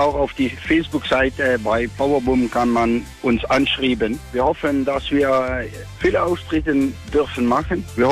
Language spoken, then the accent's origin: German; Netherlands; German is a second language; Wir kommen aus den Niederlanden.